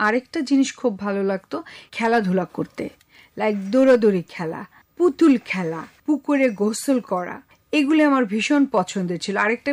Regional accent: Ashulia, Dhaka Division, Bangladesh; আমার যে ভালো লাগার মুহূর্ত যদি বলেন, সেটা হচ্ছে আমার আশুলিয়াতে আমার ছোটবেলাটা। তখন পুরুদমে একটা গ্রাম ছিল, আমাদের বিশাল পুকুর, একটা জমিদার বাড়ি, ওটা আমরা কিনে নিয়েছিলাম, আমার আব্বু চাচারা কিনেছে।

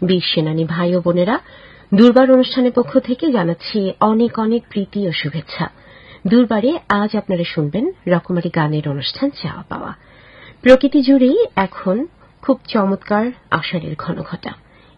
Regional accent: Bangladesh; আমরা বাঙালি, বাংলাদেশি।

